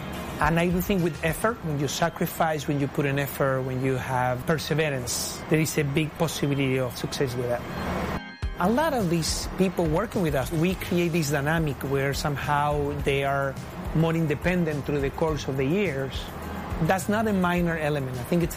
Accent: Argentina; English is a second language; Growing up in Argentina, I was having this called garrapiñada, this honey roasted nut.

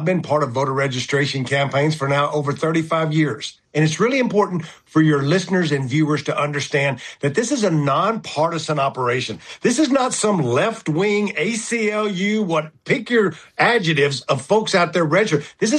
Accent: Texas, United States; in Texas, my home state, in San Antonio.

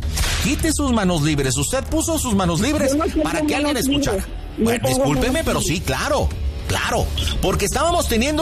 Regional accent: Nuevo León, Mexico; Criticando porque soy una persona nacida en Nuevo León. Soy regia, soy fuerte, soy contundente.

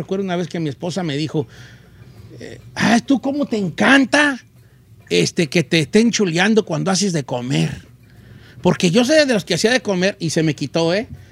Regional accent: Guadalajara, Jalisco, Mexico; Es que yo soy de Guadalajara.

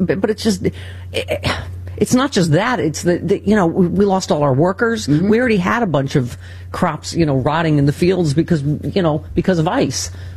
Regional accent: United States; as an American, I mean, as someone that cares about my country

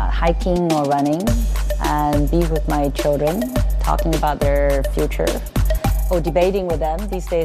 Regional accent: China; Growing up in China during Cultural Revolution

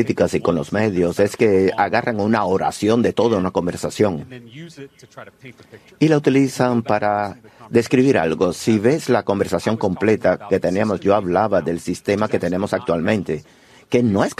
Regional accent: Texas, United States; Yo soy tejano, siempre tengo familia que trabaja en el sector de gas y petróleo y fui a escuelas públicas financiadas por ese sector.

